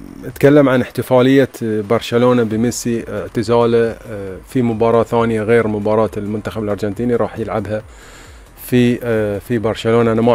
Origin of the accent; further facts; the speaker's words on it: Bahrain; احنا هنا عندنا في البحرين